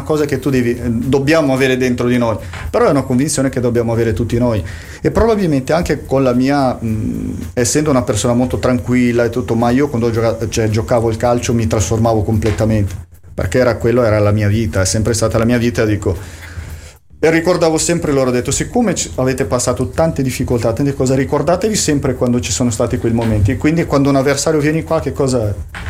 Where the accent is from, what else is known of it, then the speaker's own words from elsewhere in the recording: Brazil; now in Sardinia, Italy; noi veniamo dal Brasile